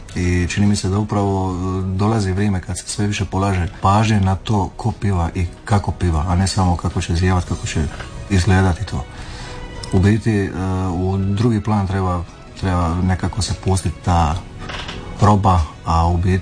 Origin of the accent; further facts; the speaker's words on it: Vis, Split-Dalmatia County, Croatia; Pa ja sam Dalmatinac, Bože, ja sam rodom Višanin